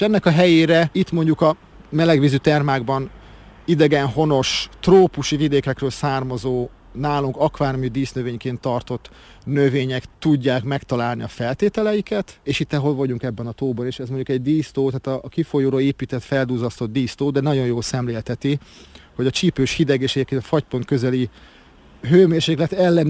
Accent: Miskolc, Borsod-Abaúj-Zemplén, Hungary; born or raised there; moved away as an adult; now in Debrecen, Hungary

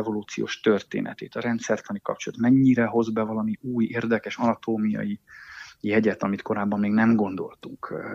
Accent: Ajka, Veszprém County, Hungary; én úgy egyébként ajkai vagyok, és Bakonyból származom, és hát ott rengeteg hegy van, sziklafal van, vagy olyan bánya, ugye szénbányák, bauxitbányák akkoriban még azért működtek, ahol a kőzetekkel, ősmaradványokkal, ásványokkal találkozni lehetett.

